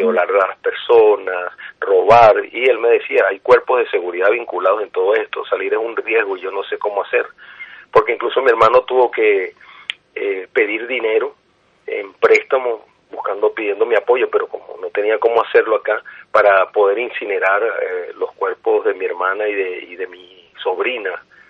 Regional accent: La Guaira, Venezuela; born there; moved away; nací en La Guaira.

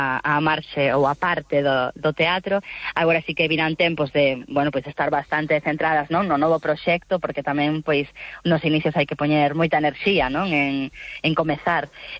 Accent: Galicia, Spain; nós tamén somos creadoras galegas

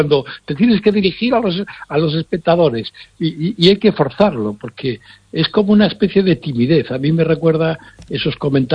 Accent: Galicia, Spain; yo, como todos los gallegos, pues hemos tenido la suerte de que nuestros antepasados, en mi caso mi abuela, en la Lareira, en Ans, en Carral, pues en los veranos nos contaba historias

